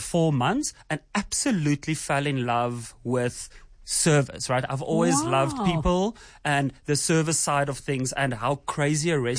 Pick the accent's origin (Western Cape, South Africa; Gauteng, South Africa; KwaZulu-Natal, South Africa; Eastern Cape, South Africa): Gauteng, South Africa; Pretoria; years and then I went to Waterkloof to finish up my stuff with my things there.